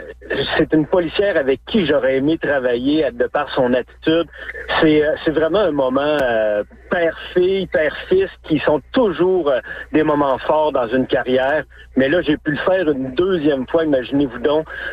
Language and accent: French; Quebec, Canada; moved away as an adult; now in Saguenay-Lac-Saint-Jean, Canada; J'ai travaillé longtemps en Abitibi, dans ma région natale.